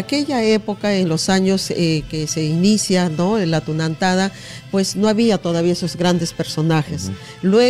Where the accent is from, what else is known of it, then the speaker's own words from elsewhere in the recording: Peru; Y esto es que a nosotros como peruanos nos enorgullece que nuestras raíces vaya creciendo de poquito